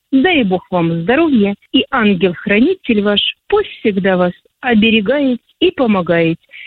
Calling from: Kursk, Kursk Oblast, Russia; из Курска.

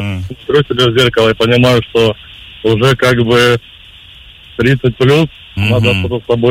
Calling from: Moscow, Russia

